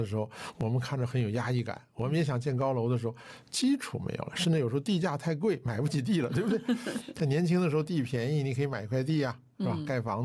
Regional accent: China; 我们是中国的公民，我们也是世界的这个世界这个大家庭的一员

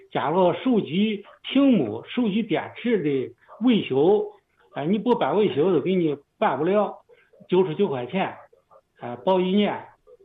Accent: Xindu, Sichuan, China; 我在这个我是就是新都区的，新都区我在这个港北。

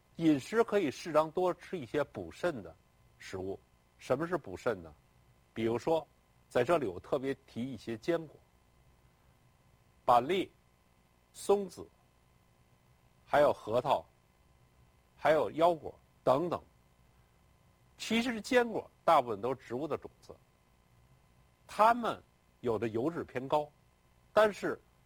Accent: Beijing, China; 我小时候在北京

